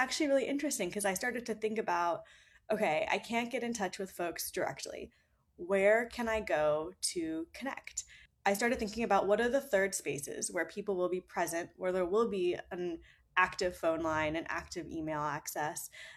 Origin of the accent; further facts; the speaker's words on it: Texas, United States; My most recent reporting happened in my home state of Texas.